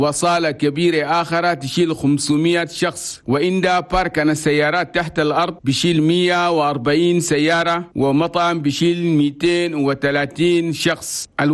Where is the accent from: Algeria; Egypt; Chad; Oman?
Chad; عشان ده بلدنا تشاد شاركت بصفة ضيفنا الشرف في المؤتمر